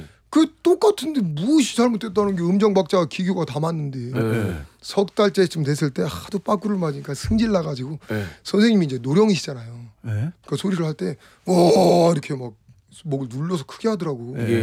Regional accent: Chungcheong, South Korea; 제가 충청도 놈이요.

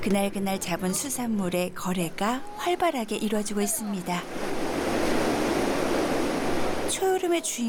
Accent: Mokpo, South Jeolla, South Korea; 제 고향이 목포니까요.

